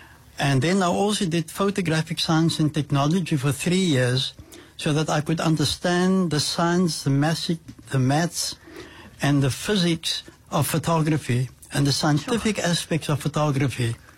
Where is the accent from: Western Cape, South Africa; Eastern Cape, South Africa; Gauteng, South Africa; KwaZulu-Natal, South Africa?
Western Cape, South Africa; Cape Town; moved away as an adult; also born or lived in England; I grew up in an area called Black River, very close to the Red Cross Hospital. So I was born there, and that's where I spent most of my life until the age of about 21, when I then left for England